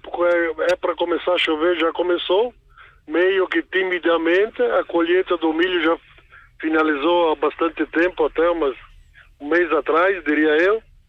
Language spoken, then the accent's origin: Portuguese; Brazil; moved away; padroeiro lá da minha terra natal, Linha Araújo e Souza